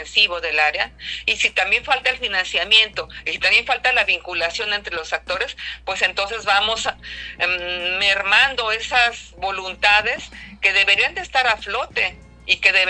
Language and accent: Spanish; La Paz, Baja California Sur, Mexico; now in Mazatlán, Mexico; Yo soy de Baja California Sur, de La Paz, ahorita vivo en Mazatlán, pero soy de La Paz.